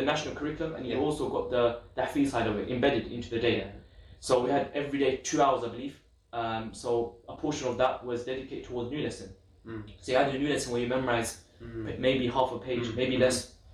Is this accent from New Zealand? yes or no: no; London, United Kingdom; I was born in London, lived in London, two Islamic schools.